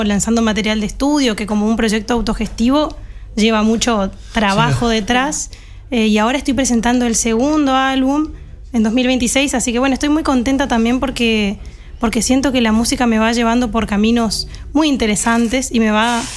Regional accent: Resistencia, Chaco, Argentina; born there; es una chica que nació en Resistencia

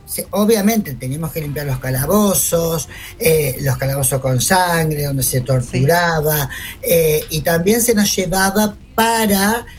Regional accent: Rosario, Santa Fe, Argentina; now in Córdoba, Argentina; yo migro a Córdoba. ¿No es cierto? Soy de Rosarina, migro a Córdoba por la violencia en dictadura.

